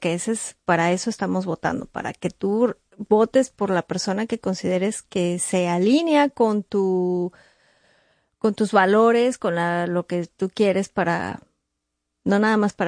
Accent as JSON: {"language": "Spanish", "country": "Mexico", "said": "Yo hablo de México porque es pues de donde yo vengo."}